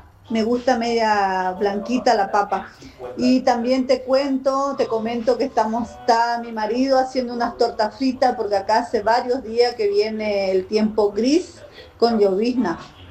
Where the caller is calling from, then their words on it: Chaco, Argentina; Acá desde el Chaco estoy mandando saludos.